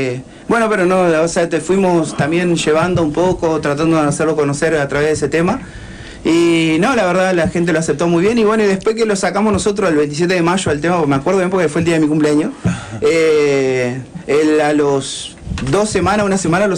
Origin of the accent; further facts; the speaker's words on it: La Paz, Entre Ríos, Argentina; born there; now in Paraná, Argentina; yo nací en La Paz, uh-huh. Y me vine en el 2001, por ahí 2002.